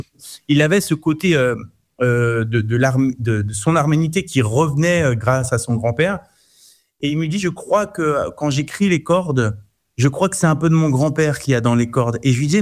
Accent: Paris, Île-de-France, France; Très enraciné en France, je suis un Parisien, vraiment je suis fier de l'être.

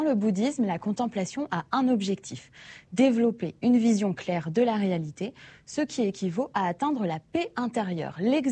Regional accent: Réunion; c'est un peu une culture chez nous en Outre-mer. Moi, j'ai pas de souvenir de faire des longs trajets sans m'arrêter 4 ou 5 fois pour voir plein de vues.

